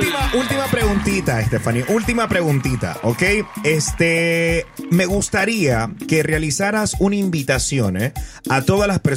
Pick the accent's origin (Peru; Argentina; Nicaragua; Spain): Nicaragua; Yo soy de Nicaragua.